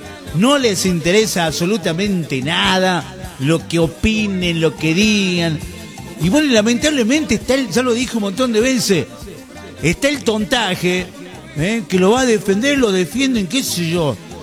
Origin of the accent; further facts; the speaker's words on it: El Quebrachal, Salta, Argentina; born there; yo nací en Quebrachal.